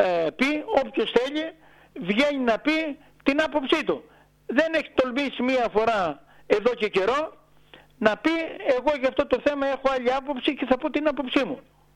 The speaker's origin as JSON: {"language": "Greek", "town": "Vathy", "region": "North Aegean", "country": "Greece", "said": "σαν βαθιώτης"}